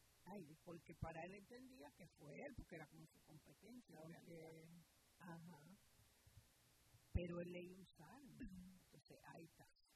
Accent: Dominican Republic; Mi padre tenía un colmado, una bodega, no sé cómo lo dicen en su país, pero en mi país dominicana le dicen colmado.

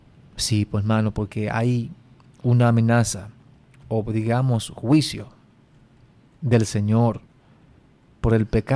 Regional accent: Dominican Republic

